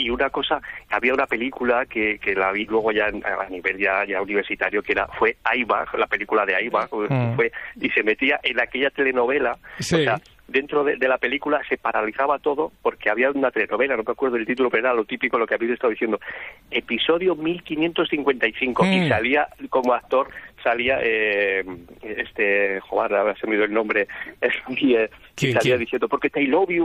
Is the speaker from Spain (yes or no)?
yes; Castile and León, Spain; now in Alcalá, Spain; Mira, estoy en Alcalá, es un culebrón ya en sí, pero yo soy de Tortores de Guevara, de Burgos, y te mando un saludo desde nuestra tierrilla.